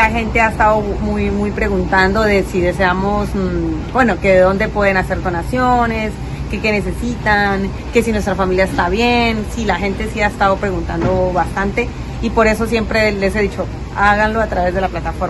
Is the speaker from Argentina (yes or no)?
no; Colombia; yo también soy colombiana